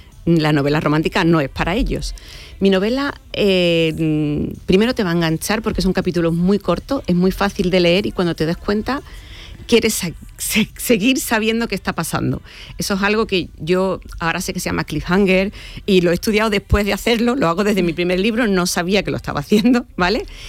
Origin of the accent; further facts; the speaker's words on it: Las Cabezas de San Juan, Andalusia, Spain; No le he puesto nombre porque puede ser perfectamente mi pueblo, que es Las Cabezas de San Juan, que me inspira mucho